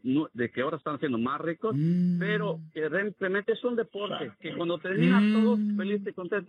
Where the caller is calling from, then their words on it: Mexico; como mexicanos tenemos que tener los pies bien situados en la tierra